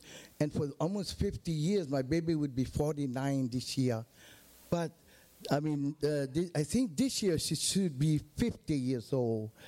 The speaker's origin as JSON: {"language": "English", "town": "Opi'ikau", "region": "Hawaii", "country": "United States", "said": "And I'm actually originally from Opi'ikau. And that house next to the Opi'ikau church, that was mine."}